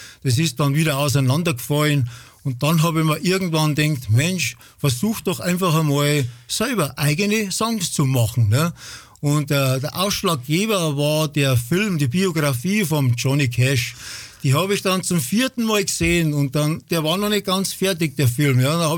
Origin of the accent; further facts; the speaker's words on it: Bavaria, Germany; Ja, ich komme aus der Hallertau.